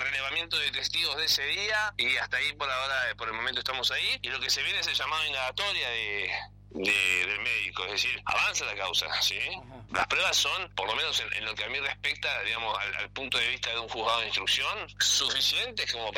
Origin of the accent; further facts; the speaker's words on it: Ushuaia, Tierra del Fuego, Argentina; born there; como vecino, conocedor de Tolhuin, nací en Ushuaia, voy y vengo a Tolhuin